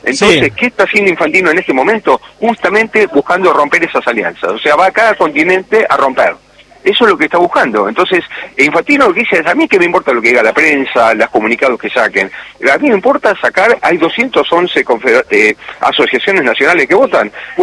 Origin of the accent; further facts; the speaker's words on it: Argentina; now in Madrid, Spain; Yo soy argentino y me sentí mucho más argentino todavía con esa cosa, ¿no?